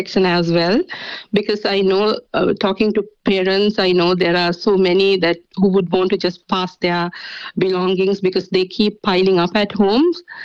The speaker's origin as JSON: {"language": "English", "country": "Sri Lanka", "moved": "as an adult", "lives_now": "New Zealand", "said": "So I'm originally from Sri Lanka, and we migrated to New Zealand in mid-2023."}